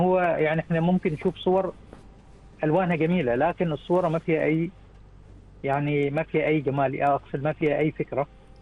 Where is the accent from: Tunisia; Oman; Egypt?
Oman; لازلنا إحنا كعمانيين محافظين عليها